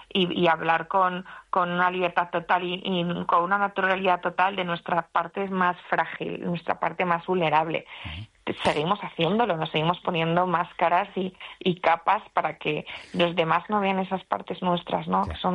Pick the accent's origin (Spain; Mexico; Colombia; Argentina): Spain; Los hombres que crecimos en la España de los años 70, 60, eso era una selva